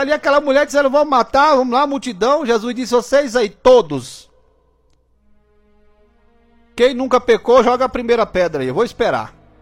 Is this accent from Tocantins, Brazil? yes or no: yes; Tocantins, Brazil; Uai! Falei igual mineiro agora, né? Apesar de ser goiano, né? Eu sou do natural do Tocantins, né?